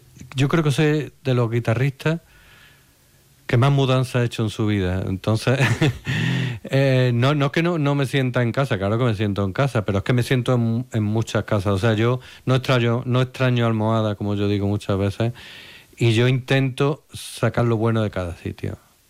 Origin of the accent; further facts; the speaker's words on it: Córdoba, Andalusia, Spain; moved away; Y cuando vengo a Córdoba intento que sea nuevo para sorprenderme. Porque aunque sea de aquí y bueno, haya nacido aquí